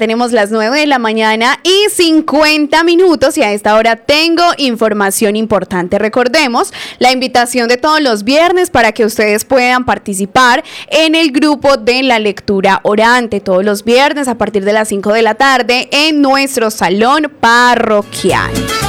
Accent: Antioquia, Colombia

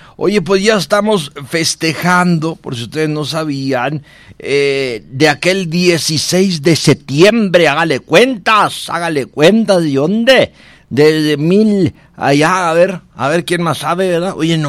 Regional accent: Mexico; born there; Soy pura mexicana, nacida en esta tierra.

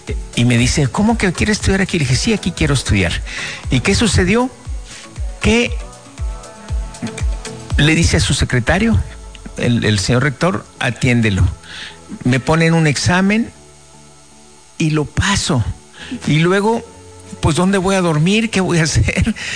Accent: Coahuila, Mexico; born there; moved away as an adult; also born or lived in Mexico City; Soy del Ejido de la Unión.

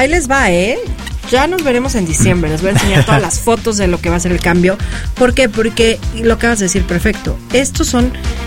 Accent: Tehuixtla, Morelos, Mexico; Chicharrón de Tehuixtla.

